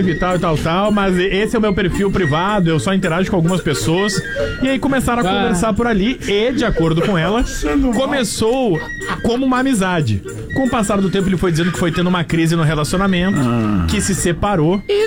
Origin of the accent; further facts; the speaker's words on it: Torres, Rio Grande do Sul, Brazil; now in Porto Alegre, Brazil; sou de Torres, mas atualmente eu tô morando em Porto Alegre.